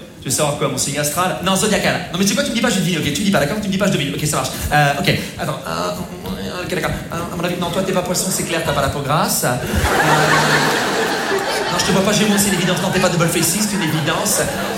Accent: Rouen, Normandy, France; moi je suis pas du tout de Paris, je suis pas du tout de Marseille, bien sûr, moi je suis de Rouen

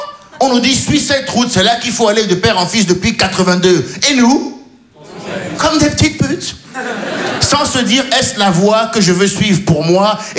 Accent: Benin

